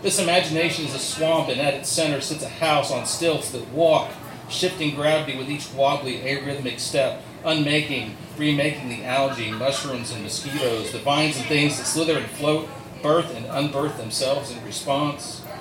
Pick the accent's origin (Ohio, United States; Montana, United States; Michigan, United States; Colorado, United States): Ohio, United States; Cincinnati; now in Louisville, United States; I'm not from Louisville originally. I'm originally from around Cincinnati, and Cincinnati informs a lot of my mental imagination map.